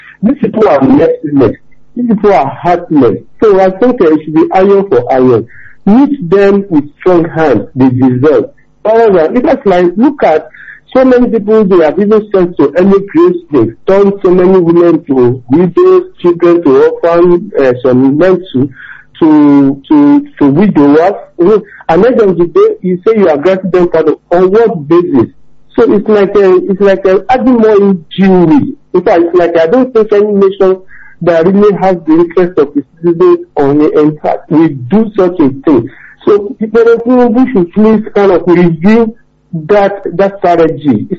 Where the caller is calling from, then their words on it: Nigeria; I'm calling from Awoto.